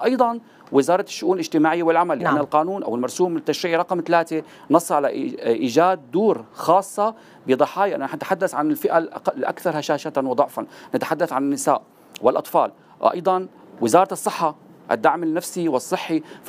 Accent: Syria; احنا في عندنا بسوريا

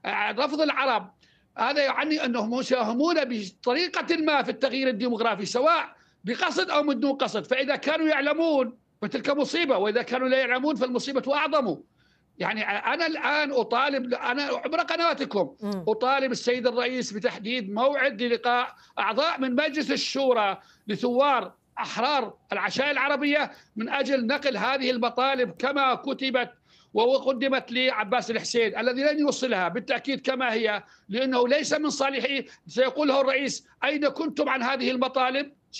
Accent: Al-Malikiyah, Al-Hasakah Governorate, Syria; تصور أن أنا من أبناء المنطقة المالكية، أبناء قريتي اللي تابعين المنطقة المالكية أو ناحية العربية بشكل كامل

